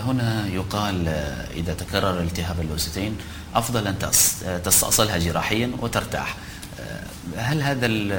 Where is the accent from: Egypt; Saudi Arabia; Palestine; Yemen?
Yemen; Hadramawt; عندنا في حضرموت